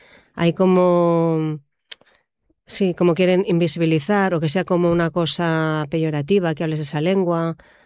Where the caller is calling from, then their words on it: Barcelona, Catalonia, Spain; yo soy de Barcelona y siempre cuando entro a una tienda, pues entro en catalán